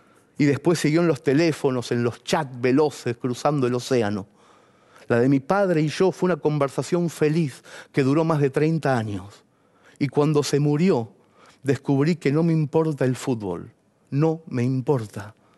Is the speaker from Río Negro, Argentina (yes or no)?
no; Mercedes, Buenos Aires Province, Argentina; La primera vez que yo vi una pelota de fútbol fue en el cielo de Mercedes, mi ciudad natal. Yo tendría como mucho 2 años.